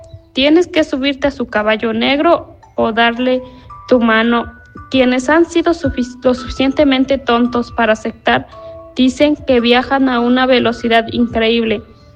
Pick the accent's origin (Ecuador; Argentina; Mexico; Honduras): Mexico; Santa Cecilia Clavijero; Somos originarios de Santa Cecilia Clavijero